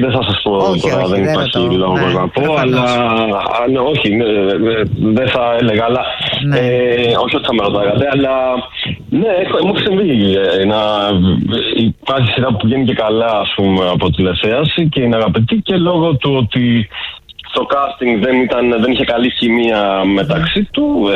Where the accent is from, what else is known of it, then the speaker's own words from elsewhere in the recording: Agrinio, Western Greece, Greece; μην ξεχνάτε ότι είμαι και από Αγρίνιο, οπότε εκεί πέρα φημιζόμαστε για το κρέας.